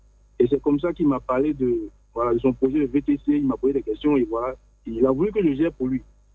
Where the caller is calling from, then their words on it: Abata, Côte d’Ivoire; Je vous appelle de Abata.